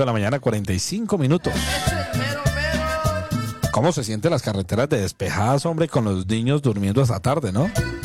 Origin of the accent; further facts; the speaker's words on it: Colombia; born there; moved away; te acuerdas que uno de niño, las vacaciones en Colombia, ¿cuándo eran? En diciembre y chao.